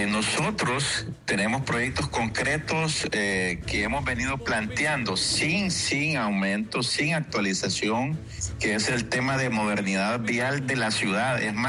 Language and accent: Spanish; El Progreso, Yoro, Honduras; somos hondureños, somos progreseños.